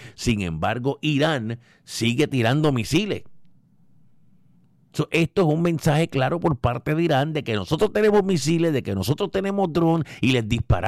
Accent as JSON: {"language": "Spanish", "town": "Caguas", "country": "Puerto Rico", "tie": "born or raised there", "moved": "yes", "said": "como dicen allá en mi pueblo, en Caguas, Puerto Rico."}